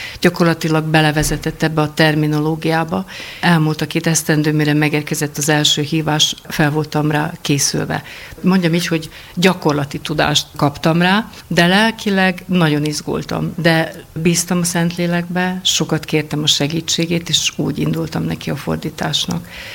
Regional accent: Vojvodina, Serbia; first language Croatian; Hungarian is a second language; Vajdaságból érkeztem

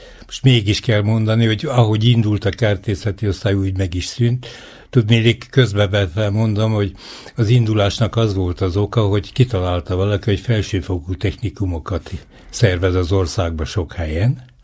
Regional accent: Eger, Heves, Hungary; Érdekes dolog, hogy tőzsgyökeres egriként a fiam Sopronba, a lányom meg Zalaegerszegen született

